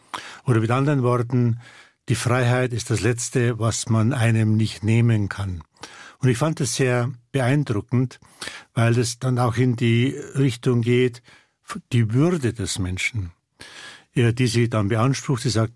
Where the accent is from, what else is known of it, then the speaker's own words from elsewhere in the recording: Bavaria, Germany; born there; der bayerische Junge … dann im bayerischen, auch gerade im Nieder